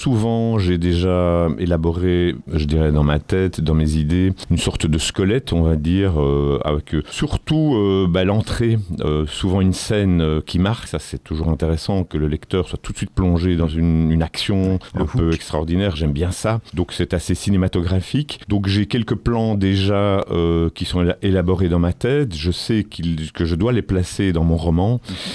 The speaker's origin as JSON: {"language": "French", "country": "Belgium", "said": "je suis un écrivain belge"}